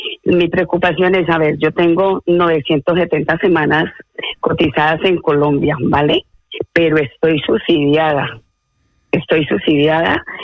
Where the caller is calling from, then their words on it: Madrid, Community of Madrid, Spain; Estoy en Madrid